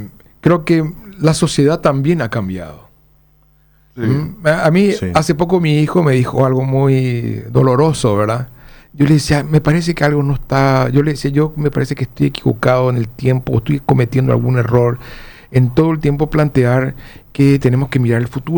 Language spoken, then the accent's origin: Spanish; San Juan Bautista, Misiones, Paraguay; San Juan Bautista, que es mi ciudad de origen